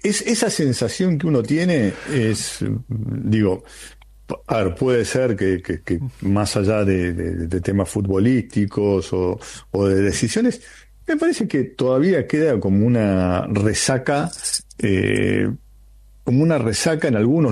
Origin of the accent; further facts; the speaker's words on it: Argentina; nosotros somos un país que recibió colectividades de todo el mundo, judíos, musulmanes, protestantes, católicos